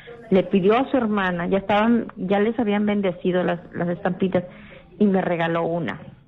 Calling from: Piura, Peru; De Piura, sí, llamé más antes para mi salud también.

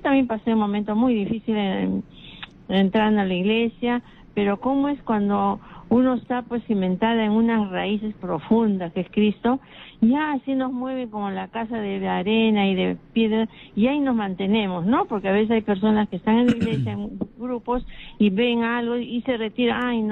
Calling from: Barranco, Lima, Peru; yo llamo de Barranco, soy franciscana, de la orden franciscana seglar.

